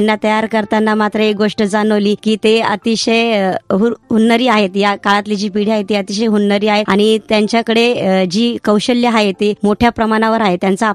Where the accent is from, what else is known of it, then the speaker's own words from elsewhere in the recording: Nashik, Maharashtra, India; मी proper नाशिकचीच, Nashik मध्येच माझं बालपण गेलं. काही वर्ष जुन्या नाशिकात होते, नंतर सिडको सारख्या ठिकाणी माझं बालपण गेलं.